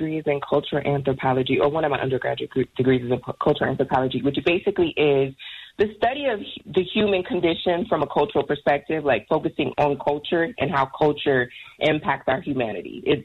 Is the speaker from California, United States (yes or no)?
no; Ohio, United States; growing up in Northeast Ohio, I really feel like I grew up in Alabama sometimes